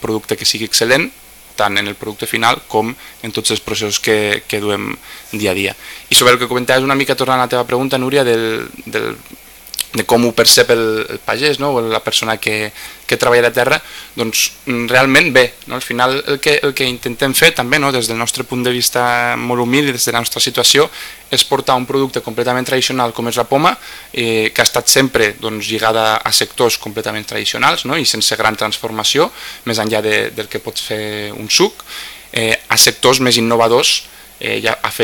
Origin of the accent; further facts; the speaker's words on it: Lleida, Catalonia, Spain; som de Lleida, sabem el que implica la terra i l'entorn amb el que ens trobem.